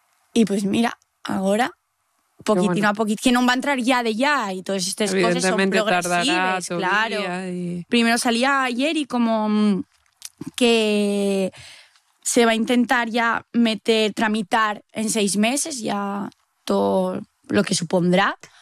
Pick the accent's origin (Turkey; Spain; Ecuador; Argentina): Spain; Laviana, Asturias; soy de Llaviana